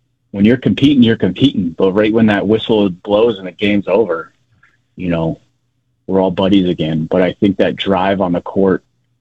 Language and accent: English; Tucson, Arizona, United States; Favorite individual is swimming, just because I grew up swimming in Tucson. I swam until I was probably 12, 13. And when I got to high school, Marana didn't have a swim team back then.